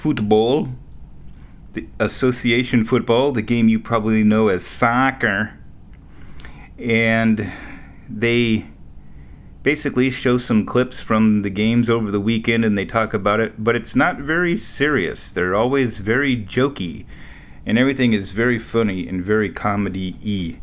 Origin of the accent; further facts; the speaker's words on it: United States; now in Omaha, United States; I'm also obsessed with pies, but being as I'm an American, I can't get any good pies. Can't get a chicken Balti pie to save your life here in Omaha, Nebraska.